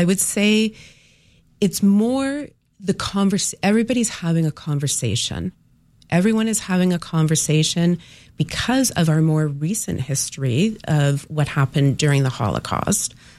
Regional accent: Canada; I'm Canadian. I'll criticize the Canadian government all day long.

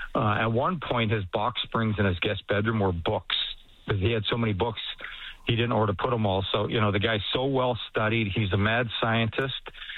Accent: Swan Hills, Alberta, Canada; born there; I was born in Swan Hills, Alberta. It was about 250 people. I was, you say, I was person 251

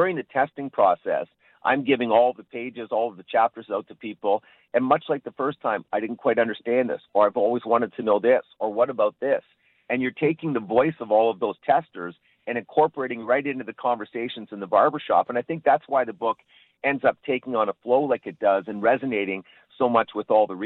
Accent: Canada; Obviously, I'm Canadian, and we're selling it through Canadian distribution only.

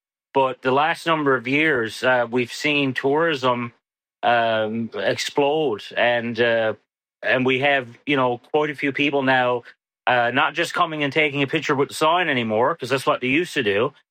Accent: Dildo, Newfoundland and Labrador, Canada; And I've never been ashamed to ever say I was from Dildo.

